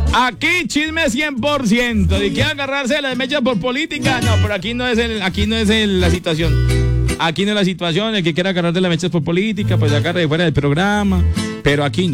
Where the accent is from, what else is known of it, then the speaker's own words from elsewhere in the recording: Colombia; Hombre, somos colombianos y resolvemos.